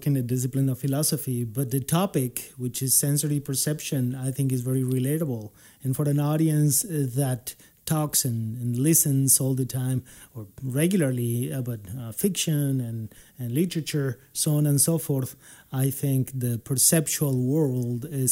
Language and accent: English; Bogota, Bogotá, Colombia; English is a second language; moved away as an adult; also born or lived in Binghamton, New York / Nashville, Tennessee; now in Spokane, United States; Yeah, I was born and raised in Bogota.